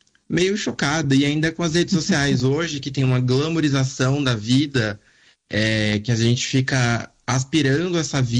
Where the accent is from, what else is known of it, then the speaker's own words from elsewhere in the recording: Bahia, Brazil; moved away as an adult; now in São Paulo, Brazil; eu sou baiano e hoje há 10 anos moro em São Paulo.